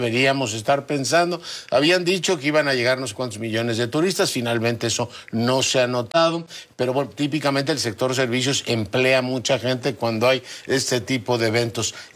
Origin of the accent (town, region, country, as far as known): Mexico